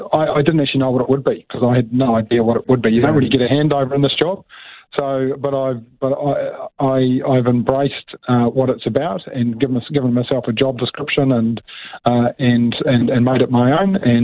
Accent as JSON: {"language": "English", "town": "Whanganui", "region": "Manawatū-Whanganui", "country": "New Zealand", "tie": "born or raised there", "also_born_or_lived": "Melbourne", "moved": "as an adult", "said": "I was born here in Whanganui, in the day Neil Armstrong walked on the moon, actually. brought up on a hill country farm."}